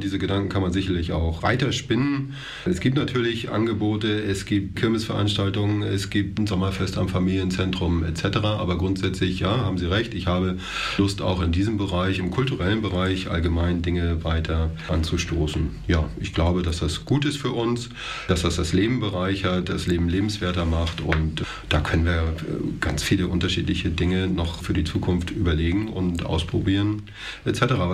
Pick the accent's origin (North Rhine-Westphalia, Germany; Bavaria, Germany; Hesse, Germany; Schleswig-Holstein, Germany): Schleswig-Holstein, Germany; Flensburg; now in Roßdorf, Germany